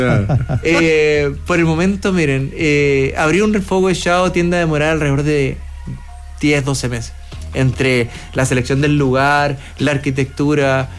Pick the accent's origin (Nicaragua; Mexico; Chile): Chile; Y eso habla bien de nosotros como chilenos, finalmente.